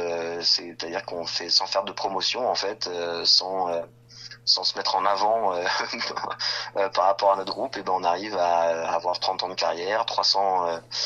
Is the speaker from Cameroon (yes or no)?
no; Bures-sur-Yvette, Île-de-France, France; born there; also born or lived in Paris; Alors nous, on est de Paris et de Bures-sur-Yvette. Bures-sur-Yvette, c'est une petite ville qui est dans la vallée de Chevreuse.